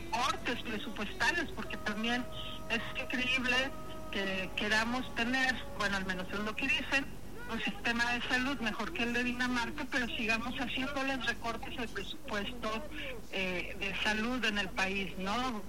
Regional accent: Mexico

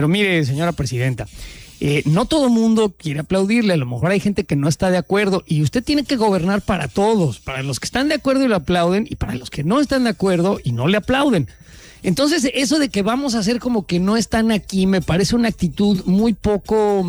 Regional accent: Mexico; No somos prianistas, somos mexicanos.

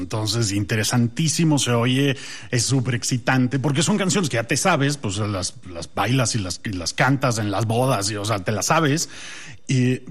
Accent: Mexico; somos de uno de Canadá, uno de Estados Unidos y yo, que soy mexicano

